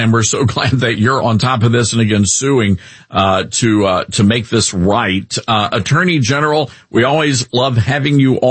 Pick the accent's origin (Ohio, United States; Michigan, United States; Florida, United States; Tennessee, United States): Tennessee, United States; Memphis; we broadcast our national show from my home town of Memphis.